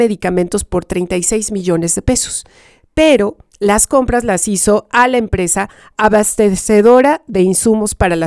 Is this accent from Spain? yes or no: no; Mexico; Como mexicano les diría que es difícil de entender y es, ningún chile les embona.